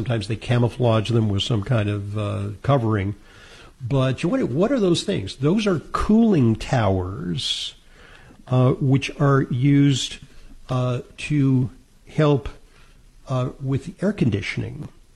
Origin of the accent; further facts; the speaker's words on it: New York City, New York, United States; there's this thing going around in my hometown in New York City, Legionnaire's disease.